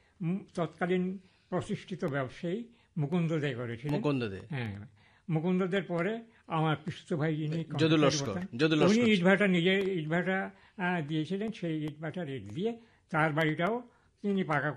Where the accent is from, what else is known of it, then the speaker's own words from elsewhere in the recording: Agartala, Tripura, India; born there; also born or lived in Silchar, Assam / a tea garden in India (birthplace); now in Belonia, India; এখানে আগরতলাতেই আমার এই কৈশোর, তারপর যৌবনের অনেকখানি অংশ কেটেছে। আমি আগরতলা উমাকান্ত একাডেমির ছাত্র ছিলাম।